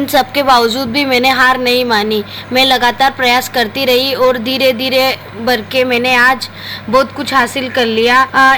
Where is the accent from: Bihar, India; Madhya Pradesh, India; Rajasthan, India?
Rajasthan, India; Jhalawar district; मैं झालावाड़ जिले के पिडावत तहसील के रायपुर के पास ग्राम दिवलखेड़ा की रहने वाली हूँ।